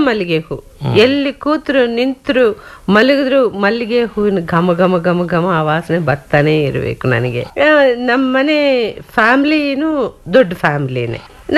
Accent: Bellary, Karnataka, India; born there; moved away; ನಾನು ಹುಟ್ಟಿದ್ದು ಬಳ್ಳಾರಿನಲ್ಲಿ, ಪ್ರಾಪರ್ ಬಳ್ಳಾರಿ. ಬಳ್ಳಾರಿನಲ್ಲಿ ಚಿಕ್ಕ ಮಗುವಾಗಿದ್ದಾಗಲೇ ಅಂತಂದರೆ ಸ್ಕೂಲ್ಗೆ ಹಾಕೋ ವಯಸ್ಸಿನಲ್ಲಿ ಸ್ಕೂಲ್ಗೆ ಹಾಕಿದ್ರು. ಅಂದರೆ ಕೆಲವು ವರ್ಷಗಳ ಕಾಲ ಬಳ್ಳಾರಿನಲ್ಲಿ ಇರಬೇಕಾಯ್ತು.

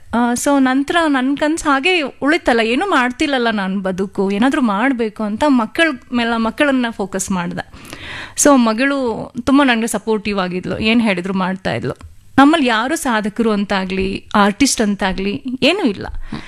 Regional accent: Bengaluru, Karnataka, India; born or raised there

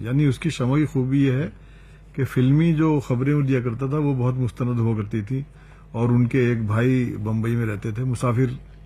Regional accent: Uttar Pradesh, India; first language Urdu; और चूंकि मैं एक ऐसे इलाके का रहने वाला हूं जहां उर्दू मादरी जबान है, यूपी से हूं मैं

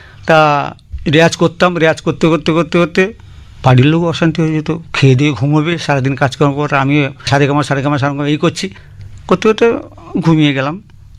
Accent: Kakdwip, West Bengal, India; born there; আমার বাড়ি কাকদ্বীপ, 14 নম্বর ঢোলা থানা, রবীন্দ্র অঞ্চল।

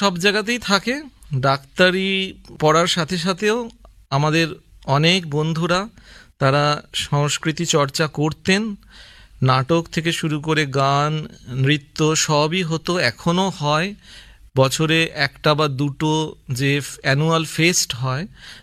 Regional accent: Chinsurah, West Bengal, India; আমি অ্যাকচুয়ালি জন্মেছি চুঁচুড়ায়। চুঁচুড়া ছাড়ার কথা কোনোদিন এখনো অবধি ভাবতেই পারিনি।

